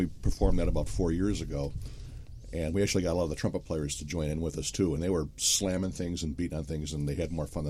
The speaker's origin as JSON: {"language": "English", "region": "North Carolina", "country": "United States", "said": "Okay. North Carolina."}